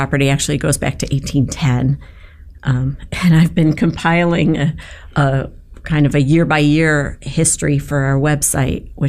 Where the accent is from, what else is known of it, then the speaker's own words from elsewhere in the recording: Syracuse, New York, United States; We were both born and raised in the Valley of Syracuse. We went to the same schools, had a lot of the same friends